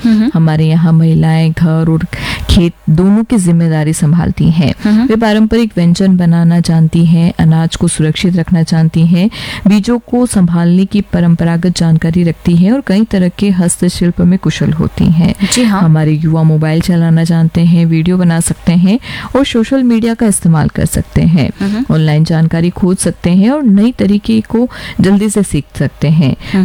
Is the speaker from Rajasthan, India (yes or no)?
yes; Rajasthan, India; हमारे वागड़ क्षेत्र की बात करें तो यहाँ हुनर की कोई कमी नहीं है।